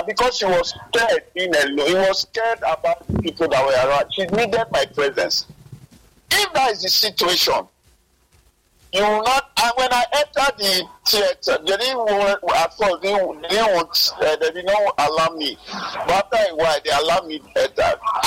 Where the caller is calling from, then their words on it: Lagos, Nigeria; from Satellite Town.